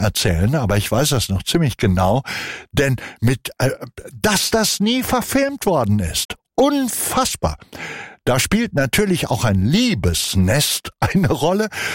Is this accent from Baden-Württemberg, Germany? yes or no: no; Hamm, North Rhine-Westphalia, Germany; Ich bin ja im westfälischen Hamm aufgewachsen und wenige Kilometer entfernt davon ist die Stadt Aalen